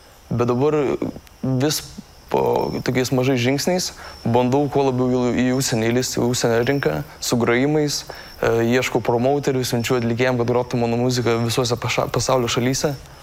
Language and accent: Lithuanian; Vilnius County, Lithuania; now in Vilnius, Lithuania; Aš esu iš Bijūnų kaimo, prie Trakų